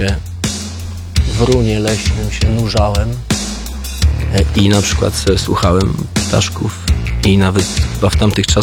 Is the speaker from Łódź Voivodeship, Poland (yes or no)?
yes; Bełchatów, Łódź Voivodeship, Poland; Tak, ja się wychowałem w Bełchatowie.